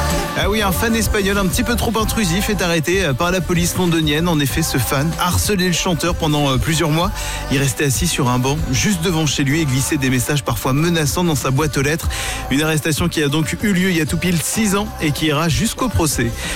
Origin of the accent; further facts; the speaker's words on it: France; chez nous en France